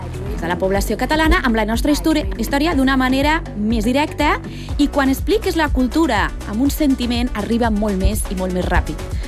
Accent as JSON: {"language": "Catalan", "town": "Lleida", "region": "Catalonia", "country": "Spain"}